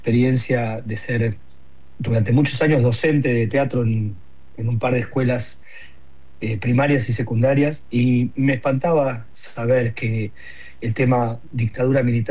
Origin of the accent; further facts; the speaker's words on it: La Plata, Buenos Aires Province, Argentina; primero porque yo soy platense, segundo porque vengo de una familia muy politizada